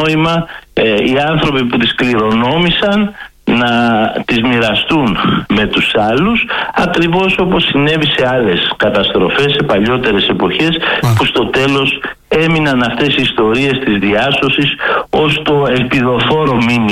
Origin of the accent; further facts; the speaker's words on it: Chios, North Aegean, Greece; στην Χίο, στην πατρίδα μου, από εδώ που σας μιλάω